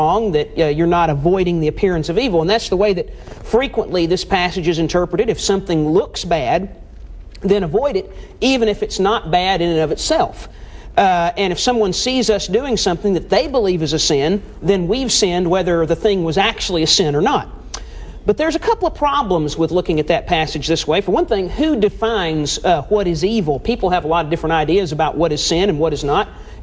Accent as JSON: {"language": "English", "town": "Winchester", "region": "Tennessee", "country": "United States", "tie": "born or raised there", "said": "When I was growing up in Winchester, Tennessee"}